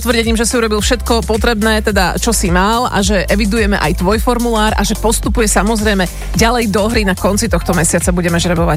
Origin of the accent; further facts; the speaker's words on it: central Slovakia, Slovakia; born there; moved away; alebo tam bývam. Teda rodičia moji tam bývajú. A je to skrátka moje rodisko, takže stredné Slovensko pozdravujeme.